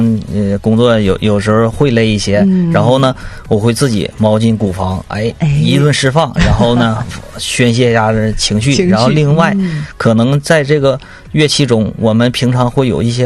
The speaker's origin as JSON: {"language": "Chinese", "region": "Northeast China", "country": "China", "accent": "Northeastern (Dongbei) dialect", "said": "像我们东北话"}